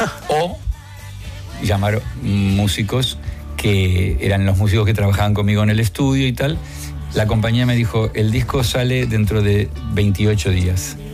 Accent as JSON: {"language": "Spanish", "town": "Murcia", "region": "Region of Murcia", "country": "Spain", "said": "y yo decía, pero si soy de Murcia."}